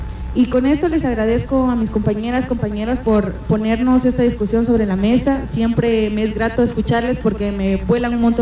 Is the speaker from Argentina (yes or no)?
no; Guatemala; en el caso de las compañeras que somos de Guatemala